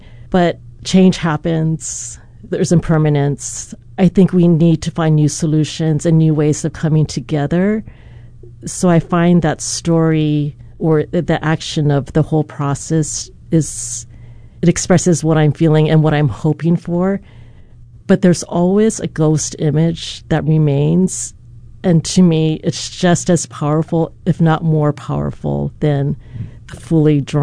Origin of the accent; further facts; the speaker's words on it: Hawaii, United States; I grew up in Manoa Stream, trying to build canoes that I always sank with my cousins, and hiking and swimming.